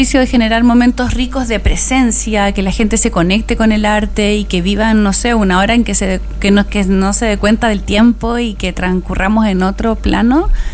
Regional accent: Valparaíso, Chile; yo que soy de acá de Valpo desde chic

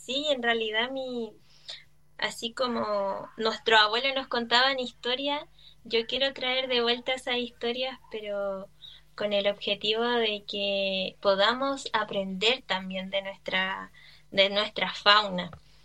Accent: Santiago, Santiago Metropolitan Region, Chile; now in Puerto Natales, Chile; yo soy oriunda de Santiago y viví allá harto tiempo, después me devolví

